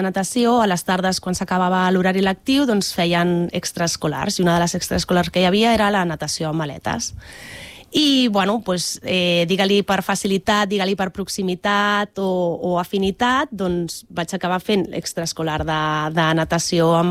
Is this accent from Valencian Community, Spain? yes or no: no; L'Hospitalet de Llobregat, Catalonia, Spain; now in Cornellà de Llobregat, Spain; A mi m'agrada dir que sóc de Bellvitge, ho dic amb molt d'orgull.